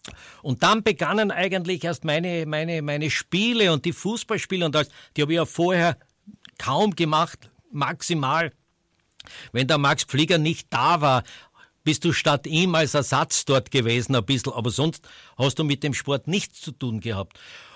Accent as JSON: {"language": "German", "region": "Styria", "country": "Austria", "accent": "Styrian", "said": "bisschen einen Dialekt, einen steirischen, einen kärntnerischen, einen tirolerischen oder sonst. Und ich war halt ein Steirer, der halt ein bisschen schert."}